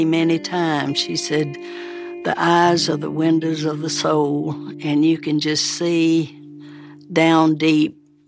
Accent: Mississippi, United States; I'm from Mississippi.

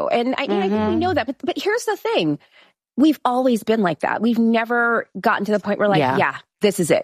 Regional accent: Jamaica; I'm a Jamaican mom, so when my kids come home with a 95, I'm like, where are the other 5 points?

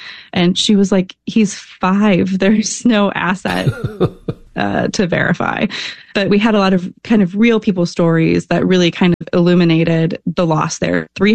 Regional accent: Maryland, United States; my home state of Maryland

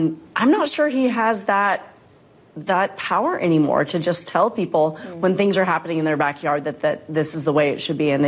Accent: Texas, United States; But like, I'm from Texas, and my mom is calling me and asking about water issues in Texas.

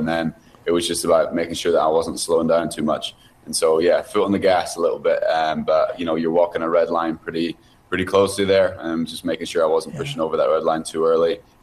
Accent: United Kingdom; as a British athlete

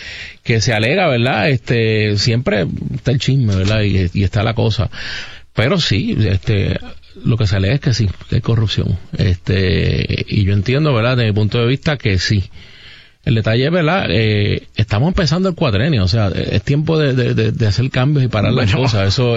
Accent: Puerto Rico; Como exsecretario, como funcionario, como puertorriqueño.

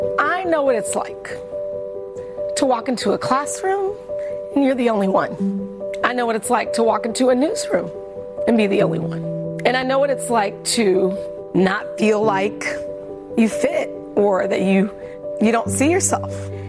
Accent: Wichita, Kansas, United States; I grew up in Wichita, Kansas. It's not like I had all of these advantages.

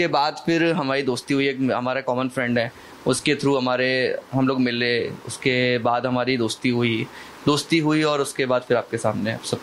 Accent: Guna, Madhya Pradesh, India; दोनों हम लोग एक चीज़ अच्छी है कि हम दोनों एमपी से हैं, ठीक है. तो एमपी से हैं, मैं गुना से हूँ

